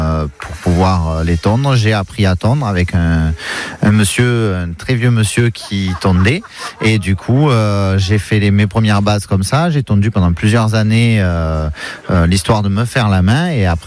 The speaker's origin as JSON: {"language": "French", "town": "Arles", "region": "Provence-Alpes-Côte d'Azur", "country": "France", "said": "Alors c'est particulier, donc moi je suis originaire de Raphaël, ça fait partie de la commune d'Arles."}